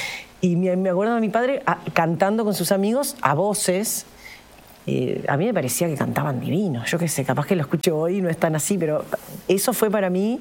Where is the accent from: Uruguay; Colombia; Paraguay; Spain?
Uruguay; Paysandú; yo me crié en Paysandú. Viví toda mi infancia y mi adolescencia en el litoral, en el interior del país